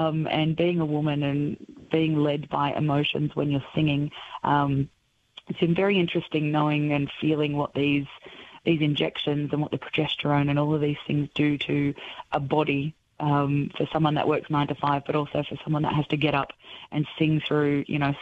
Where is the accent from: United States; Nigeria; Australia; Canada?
Australia; Bankstown, New South Wales; Look, I grew up in Bankstown, and, you know, our family getaways were down the south coast